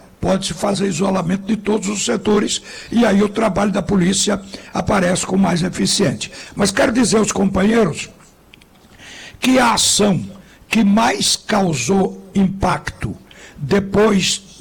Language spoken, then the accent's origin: Portuguese; Rio de Janeiro, Brazil; Quando eu era menino no Rio, eu vi morrer muita gente por briga de trânsito.